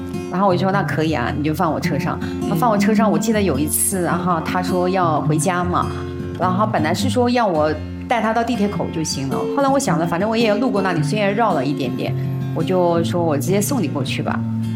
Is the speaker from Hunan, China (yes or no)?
yes; Hunan, China; 我出生在湖南一个非常偏僻的农村里面，我记得我小时候能听到外面的汽笛声，但我从来没有见过车长什么样子。